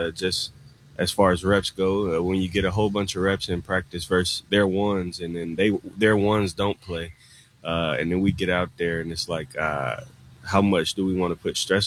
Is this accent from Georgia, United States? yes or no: yes; Georgia, United States; born or raised there